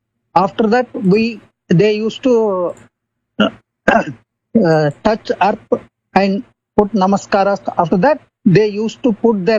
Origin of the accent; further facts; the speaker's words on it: Raichur, Karnataka, India; I am from Raichur, Karnataka state.